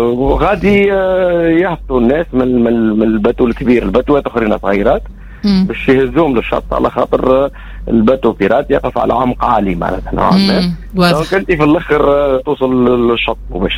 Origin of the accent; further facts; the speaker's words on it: Tunisia; عندنا في تونس